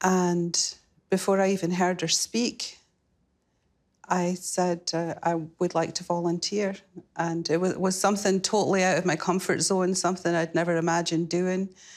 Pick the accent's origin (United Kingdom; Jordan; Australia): United Kingdom; Scotland; accent: Scottish; now in Pennsylvania, United States; I'm from Scotland.